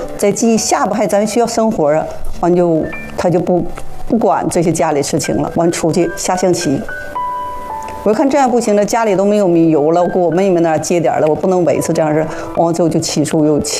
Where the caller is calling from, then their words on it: Northeast China, China